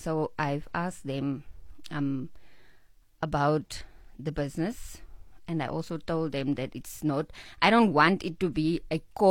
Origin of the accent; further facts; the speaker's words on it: Kuruman, Northern Cape, South Africa; I was born in Kuruman. I studied there, everything was there, so I never left Kuruman.